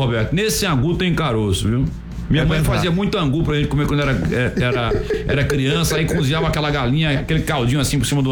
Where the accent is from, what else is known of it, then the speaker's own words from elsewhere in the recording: Serra Talhada, Pernambuco, Brazil; moved away as an adult; now in Bahia, Brazil; eu sou pernambucano, né? Eu tô na Bahia desde 1988.